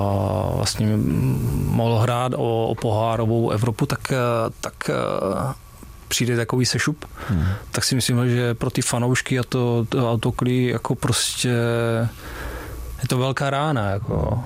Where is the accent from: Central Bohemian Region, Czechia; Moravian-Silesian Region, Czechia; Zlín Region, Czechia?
Moravian-Silesian Region, Czechia; Opava; born there; Ten klub mám rád, ale jsem z Opavy, jako narodil jsem se tam, tak jak budu fanit svému klubu, jako což je Opava, že jo?